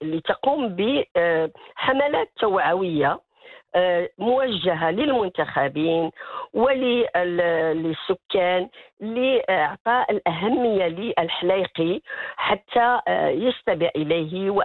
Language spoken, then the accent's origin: Arabic; Morocco; وهذا ما يميزنا نحن كمغاربة على باقي دول العالم.